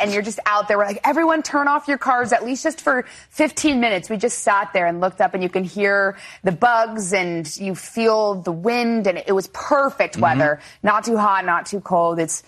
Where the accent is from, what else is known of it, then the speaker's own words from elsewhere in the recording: West Coast, United States; You know, I grew up on the West Coast